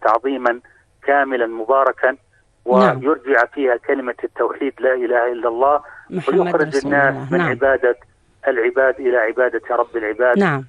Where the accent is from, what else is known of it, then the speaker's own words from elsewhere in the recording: Jordan; نحن كأردنيين